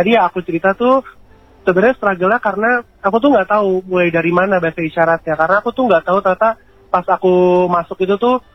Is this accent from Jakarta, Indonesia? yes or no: yes; Jakarta, Indonesia; first language Indonesian; bahasa ibu aku, yaitu bahasa Indonesia yang aku kan lahir besar di Jakarta kan ya. Jadi sebenarnya aku gak tahu bahasa daerah apa-apa gitu.